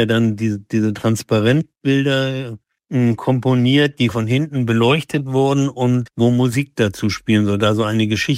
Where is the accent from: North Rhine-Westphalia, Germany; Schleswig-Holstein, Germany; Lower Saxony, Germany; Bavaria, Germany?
Schleswig-Holstein, Germany; Großhansdorf; Wir hatten bei uns in dem Ort Großhansdorf bei Hamburg, wo ich aufgewachsen bin, da hatten wir einen Glasmaler